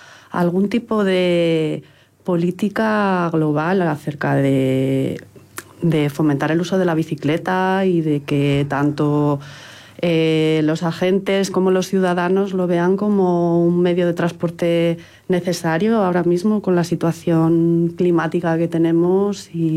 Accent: Zamora, Castile and León, Spain; also born or lived in Burgos; Yo vivía en Burgos hasta 2009, soy de Zamora, pero bueno, estuve trabajando allí

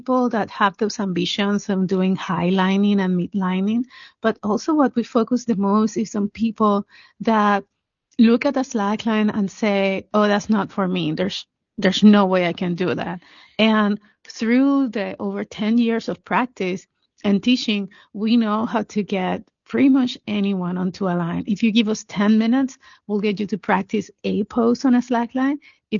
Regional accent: Puerto Rico; moved away; I am from Puerto Rico

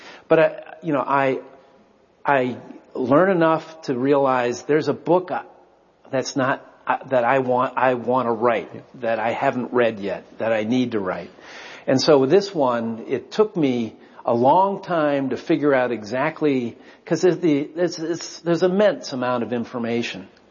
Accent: Pittsburgh, Pennsylvania, United States; And, I grew up a sailor in Pittsburgh, which is a challenge. And, I sailed on the Three Rivers.

